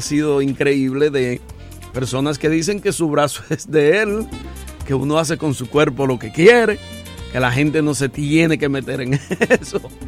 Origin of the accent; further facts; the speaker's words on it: Santo Domingo, Distrito Nacional, Dominican Republic; also born or lived in Gascue; now in New York, United States; único tigre que nació en Gascue y se crió en Gualey.